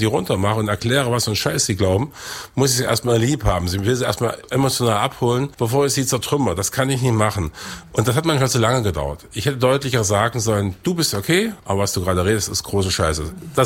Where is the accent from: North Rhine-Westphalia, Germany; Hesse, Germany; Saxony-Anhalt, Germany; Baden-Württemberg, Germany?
Saxony-Anhalt, Germany; Weißenfels; Ja, ich bin in Eisleben geboren, in Weißenfels aufgewachsen. Also das ist mein Ursprungsfluidum dieser proletarisch geprägte Kultur des Industriedreieckes.